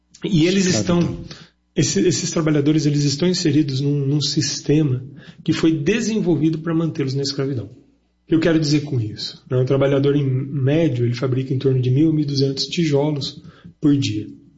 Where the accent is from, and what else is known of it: Brazil